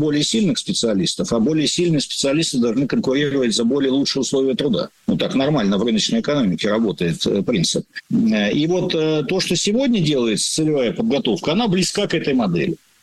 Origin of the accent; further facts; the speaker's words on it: Yekaterinburg, Sverdlovsk Oblast, Russia; moved away as an adult; now in Moscow, Russia; я родился и вырос на Урале, значит, и приехал в Москву, вот, в Московский институт стали сплава, получать там образование.